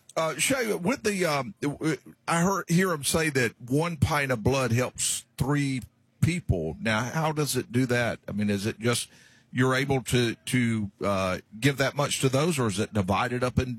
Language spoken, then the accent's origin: English; Augusta, United States; he asked me where I was born and things like that, if I was from Augusta. And I mentioned, yeah, but I was in the Air Force, and I did a lot of traveling then.